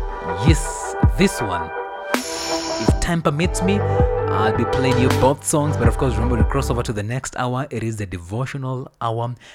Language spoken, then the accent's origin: English; Kenya; Leave aside being a Kenyan.